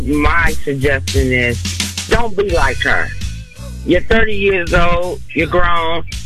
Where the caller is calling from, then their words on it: Minneapolis, Minnesota, United States; Minneapolis.